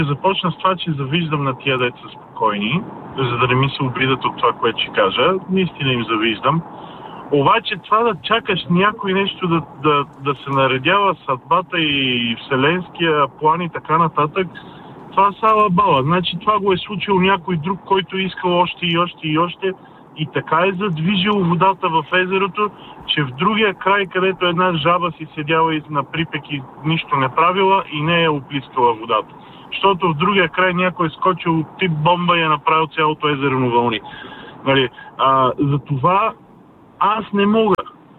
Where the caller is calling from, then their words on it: Sofia, Sofia City, Bulgaria; Добро утро, Боги … съм от София.